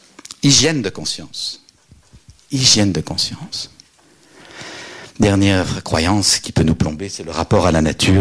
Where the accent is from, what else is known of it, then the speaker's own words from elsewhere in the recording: Belgium; Moi, je viens de Belgique. J'ai pas eu le moindre attentat, pas de champ de mine. On est en paix depuis 70 ans.